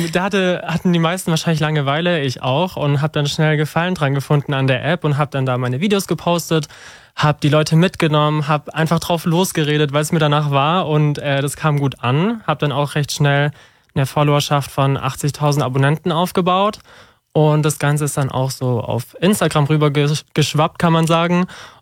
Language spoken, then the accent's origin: German; Filderstadt, Baden-Württemberg, Germany; ich bin 24 Jahre alt, komme aus der Nähe von Stuttgart. Ich sag immer Filderstadt, oben da, wo der Flughafen ist.